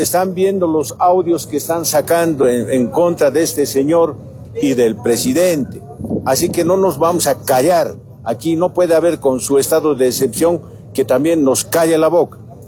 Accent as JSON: {"language": "Spanish", "country": "Bolivia", "said": "Los bolivianos podemos resolver nuestros problemas internamente"}